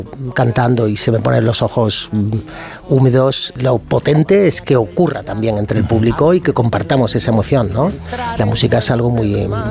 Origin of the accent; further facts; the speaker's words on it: Málaga, Andalusia, Spain; Soy de Málaga y eso se nota, claro.